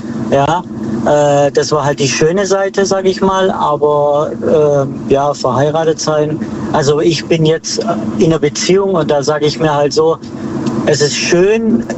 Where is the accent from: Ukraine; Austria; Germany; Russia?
Germany; Baden-Württemberg; Aus dem Schwarzwald.